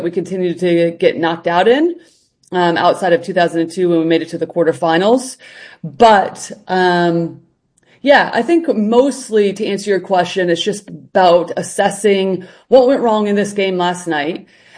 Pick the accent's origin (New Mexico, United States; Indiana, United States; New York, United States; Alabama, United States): Indiana, United States; Indianapolis; we're both from Indianapolis